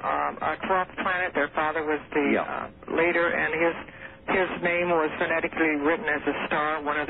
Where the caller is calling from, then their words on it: Grants Pass, Oregon, United States; I'm calling from Grants Pass, Oregon.